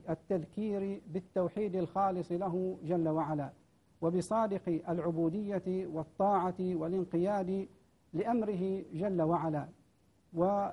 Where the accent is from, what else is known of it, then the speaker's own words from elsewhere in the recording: Oman; بلادنا عمان